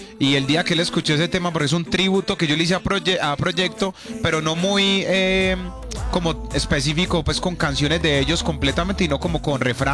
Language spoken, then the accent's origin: Spanish; Colombia